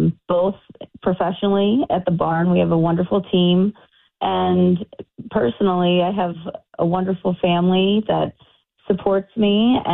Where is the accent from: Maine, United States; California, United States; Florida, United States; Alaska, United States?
Florida, United States; also born or lived in Saratoga Springs, New York; I was born in Saratoga, but which is quite cold in the wintertime, and I tell everyone that my formidable years were spent growing up on the beaches of Florida.